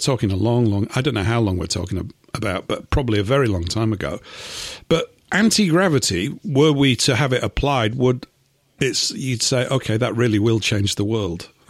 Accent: Leeds, Yorkshire and the Humber, United Kingdom; it's got the word Leeds in it, which is my hometown.

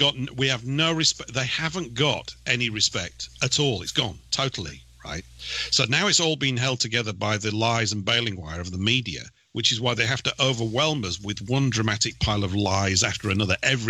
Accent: Yorkshire and the Humber, United Kingdom; near there, mate, which is where I'm from, right?

